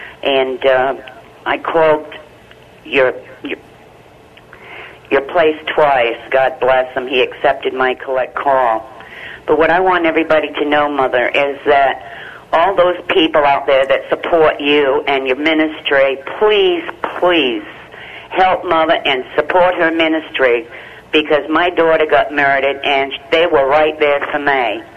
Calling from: Middletown, Rhode Island, United States; from Middletown, Rhode Island.

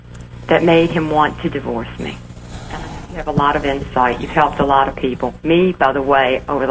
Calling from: Louisiana, United States; I'm from Louisiana.

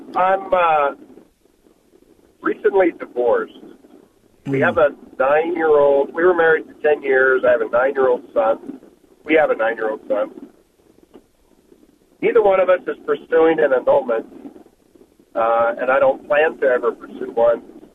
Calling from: Kingwood, Texas, United States; I live in Kingwood, Texas.

